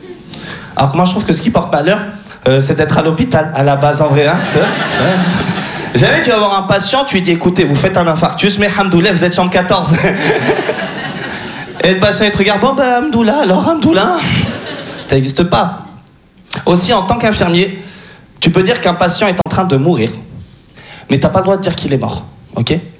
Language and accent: French; France; Je suis français d'origine tunisienne.